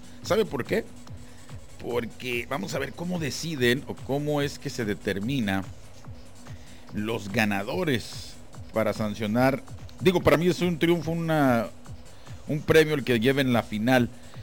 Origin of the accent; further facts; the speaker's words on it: Colombia; Mi pueblo natal, vamos, Colombia, usted debe ganar, amigo, usted colombiano.